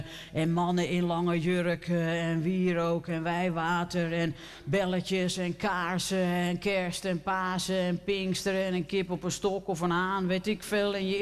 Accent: Haarlem, North Holland, Netherlands; Het was weliswaar de wilde jaren 60 dat ik ben geboren. Maar het was bij ons in Haarlem-Noord kennelijk nog niet helemaal doorgedrongen.

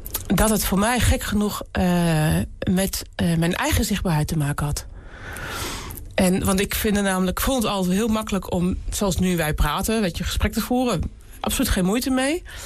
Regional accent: Netherlands; we wonen in Nederland. Ik ben hier ook geboren in Nederland. Ik ben echt in Nederland uit het klei getrokken. En ik ben enorm blij dat ik hier geboren ben.

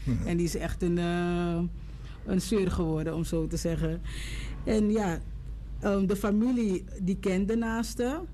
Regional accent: Suriname; We zijn Surinamers en we zijn meestal gewend dat alle kinderen zeg maar bemoeienis willen hebben.

